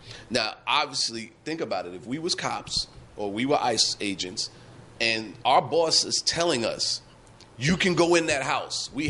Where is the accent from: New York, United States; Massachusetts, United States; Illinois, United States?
New York, United States; New York City; I'm a New Yorker.